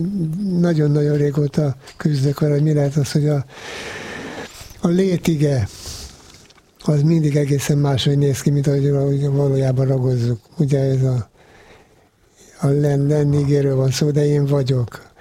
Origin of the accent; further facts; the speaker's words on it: Hungary; mindenhol úgy, hogy minden nép hívja magát valahogy, ami autentikus, mi vagyunk a magyarok.